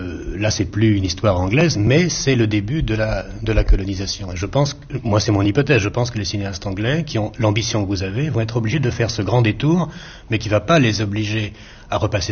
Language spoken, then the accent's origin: French; France; je parle en tant que Français